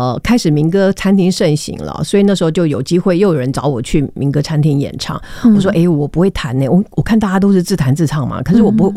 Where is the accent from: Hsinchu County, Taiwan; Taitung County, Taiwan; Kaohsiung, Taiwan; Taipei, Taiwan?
Hsinchu County, Taiwan; Xinpu; 我是新竹新埔人